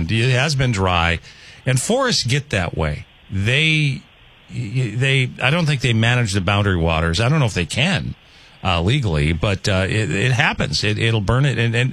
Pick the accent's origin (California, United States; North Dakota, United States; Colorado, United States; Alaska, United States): North Dakota, United States; Rugby; And I'm from Rugby.